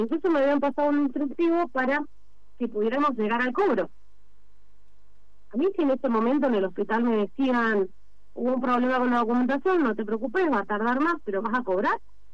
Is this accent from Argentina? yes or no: yes; San Martín, Argentina; Yo en particular soy de San Martín.